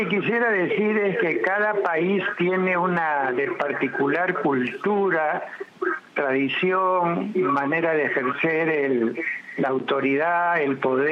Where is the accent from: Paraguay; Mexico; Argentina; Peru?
Peru; nuestra manera de ser como peruanos